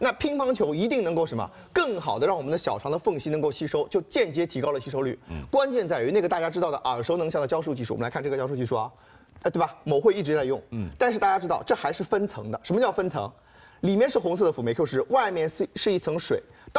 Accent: Shanghai, China; 我们上海人特别喜欢吃一个馄饨啊，叫菜肉馄饨。

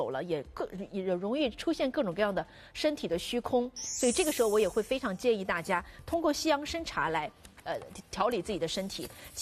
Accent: Jiangxi, China; 我是江西人，我们江西人是很能吃辣的。

